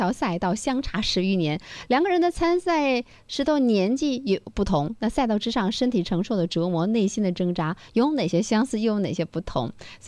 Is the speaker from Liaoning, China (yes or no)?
yes; Dalian, Liaoning, China; 其实对于我们大连人来说，巨人之旅这条赛道我们并不陌生。